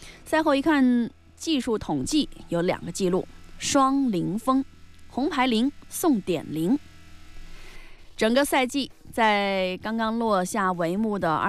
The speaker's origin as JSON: {"language": "Chinese", "region": "Hubei", "country": "China", "said": "更是咱们湖北人对传统文化的热爱"}